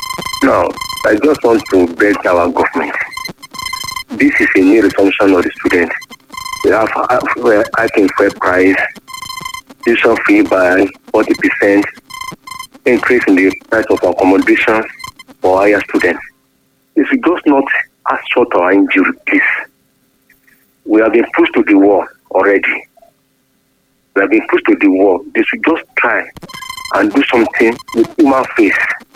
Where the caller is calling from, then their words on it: Ife, Osun, Nigeria; I'm calling from Ife.